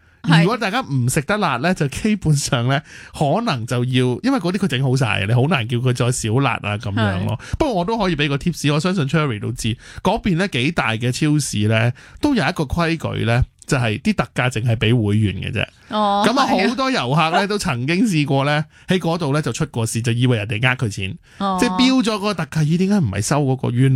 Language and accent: Cantonese; Hong Kong; 有冇啲咩风景啊或者系文化地方系我哋香港人好少去㗎？